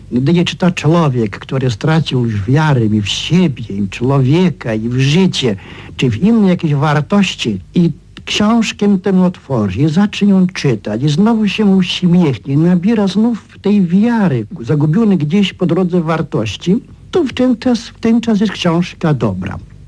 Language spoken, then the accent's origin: Polish; Silesian Voivodeship, Poland; Ja też byłem górnikiem, wychowałem się w kopalni, a raczej nie dosłownie w kopalni, tylko przy kopalni. Wyrosłem w tym świecie górniczym i stąd ten świat jest mi najbliższy.